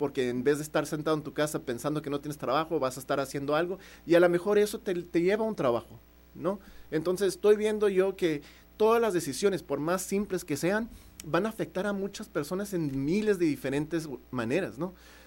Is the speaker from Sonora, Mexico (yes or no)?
yes; Nogales, Sonora, Mexico; moved away as an adult; regreso a mi pueblo, a mi pueblo natal